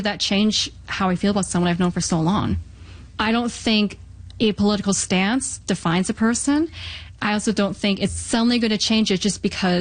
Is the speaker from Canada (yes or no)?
yes; Canada; because I feel like that goes against a core value of being Canadian. We're so diverse.